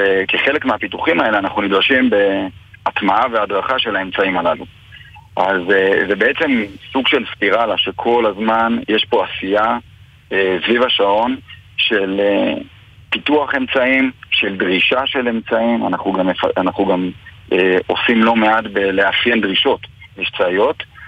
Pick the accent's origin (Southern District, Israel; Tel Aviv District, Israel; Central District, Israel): Central District, Israel; Lod; אני גדלתי בלוד